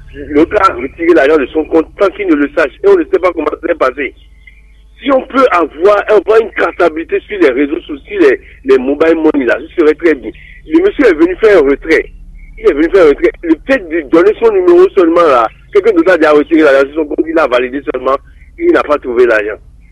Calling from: Cotonou, Littoral, Benin; j'appelle depuis Cotonou

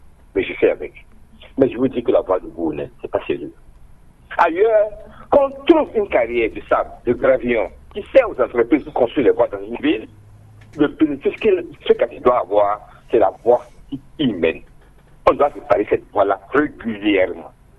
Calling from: Parakou, Borgou, Benin

